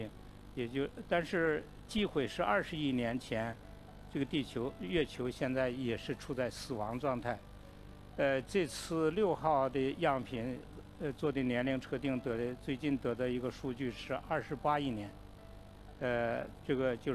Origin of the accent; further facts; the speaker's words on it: Northeast China, China; 比如说我们东北，我是东北人了，然后东北这个长白山是毫无疑问